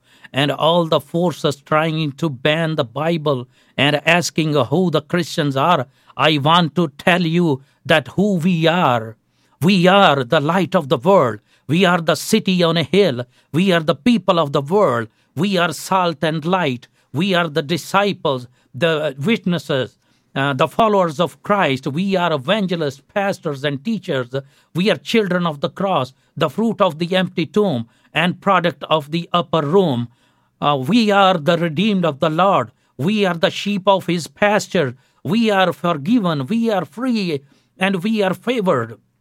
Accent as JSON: {"language": "English", "country": "Pakistan", "said": "I came from Pakistan"}